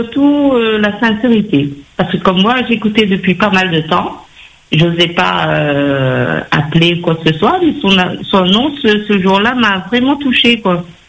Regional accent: East, France; Ben, c'est Patrick du Sud et moi je suis de l'Est et on s'entend merveilleusement bien.

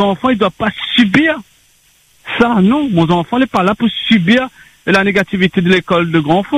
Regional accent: Saint-Paul, Réunion; moi, je suis natif de Boucan.

